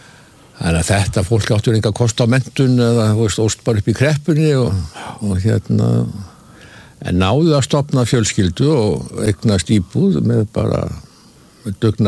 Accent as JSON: {"language": "Icelandic", "region": "Capital Region", "country": "Iceland", "tie": "born or raised there", "said": "Ég óttulega ólst upp eiginlega svolítið á Hlíðarenda."}